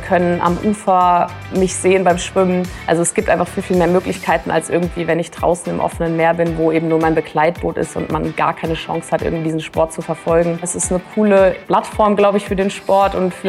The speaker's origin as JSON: {"language": "German", "country": "Germany", "said": "Ja, ich komme aus Deutschland und mir lag es am Herzen, irgendwas zu machen in meinem Heimatland."}